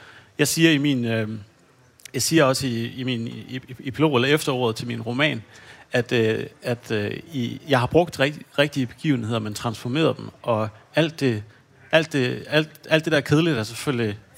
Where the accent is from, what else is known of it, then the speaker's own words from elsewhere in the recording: Hanstholm, North Denmark Region, Denmark; Det er en fiktion, altså en roman, som er skrevet over min opvækst i Hanstholm i 90'erne.